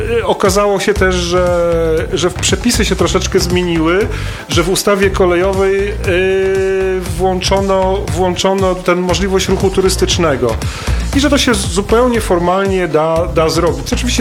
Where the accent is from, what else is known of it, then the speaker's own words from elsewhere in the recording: Tuchola, Kuyavian-Pomeranian Voivodeship, Poland; moved away; Nie pochodzimy z tego regionu. Ja osobiście pochodzę z Tucholi w Borach Tucholskich, też z bardzo malowniczego miejsca.